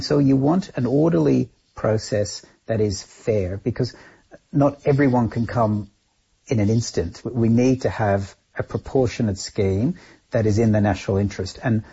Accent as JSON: {"language": "English", "country": "Ireland", "tie": "born there", "moved": "yes", "said": "I wasn't born here, I was born in Ireland."}